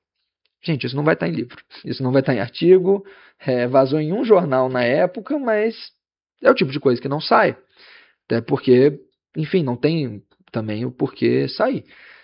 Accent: Niterói, Rio de Janeiro, Brazil; Sou um fã do Eduardo Paes, sou de Niterói, mas enfim, sou fã.

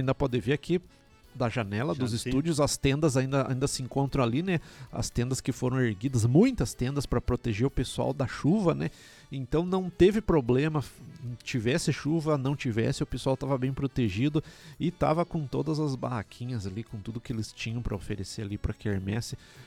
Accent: Blumenau, Santa Catarina, Brazil; Sou de Blumenau, Santa Catarina.

